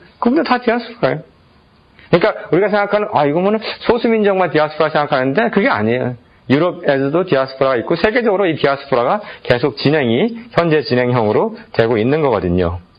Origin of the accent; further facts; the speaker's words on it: South Korea; born there; 여러분들 다 한국에서 태어났죠. 저도 한국에서 태어났고.